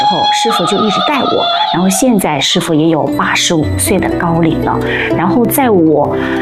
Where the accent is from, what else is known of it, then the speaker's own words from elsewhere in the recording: Hunan, China; 我们湖南省